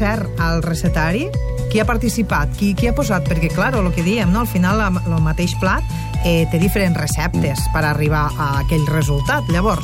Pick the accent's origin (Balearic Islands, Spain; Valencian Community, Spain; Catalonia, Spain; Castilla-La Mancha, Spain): Catalonia, Spain; jo sóc del Montsià